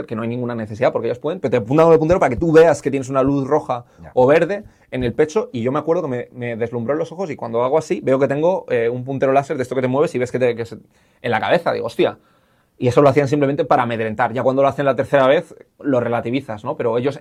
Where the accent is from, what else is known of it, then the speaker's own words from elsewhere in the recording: Spain; los españoles en general, porque fuimos una de las últimas nacionales en ser repatriadas